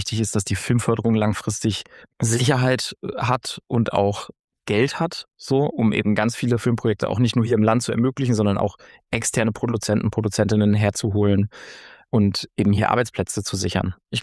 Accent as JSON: {"language": "German", "region": "East Germany", "country": "Germany", "said": "Und ich glaube aber nicht, dass ich mir als Ostdeutscher darüber leichter klar werden kann als jemand aus Westdeutschland."}